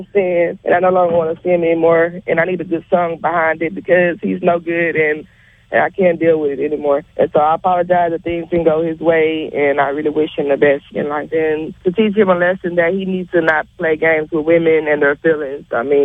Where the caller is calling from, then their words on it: Long Beach, California, United States; I'm calling from Long Beach.